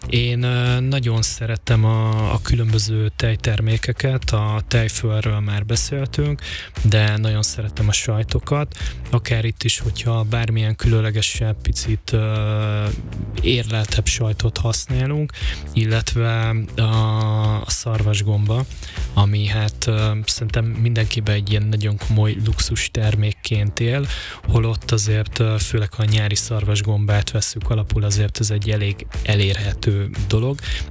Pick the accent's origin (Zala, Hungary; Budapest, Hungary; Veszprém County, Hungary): Veszprém County, Hungary; Pápa; Hát a cicege, ami veszprémiként, ugye mi Pápán cicegének hívjuk, és külön fesztivált is datálnak ezzel, ennek az ételnek.